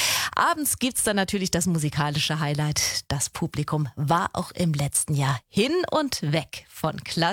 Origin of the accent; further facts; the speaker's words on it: Nuremberg, Bavaria, Germany; born there; Darunter auch in meine Geburtsstadt Nürnberg am 6. Dezember.